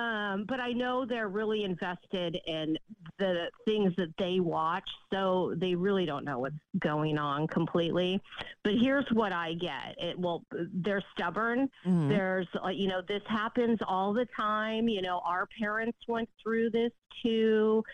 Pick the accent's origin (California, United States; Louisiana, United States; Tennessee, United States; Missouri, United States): California, United States; I'm from the Bay Area, your old stomping ground.